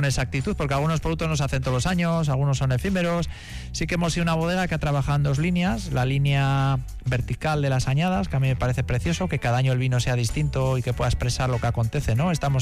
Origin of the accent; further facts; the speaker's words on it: Biscay, Basque Country, Spain; porque soy de Vizcaya